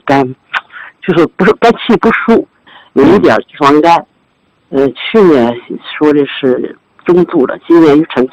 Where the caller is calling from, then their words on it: Dalian, Liaoning, China; 我是大连的，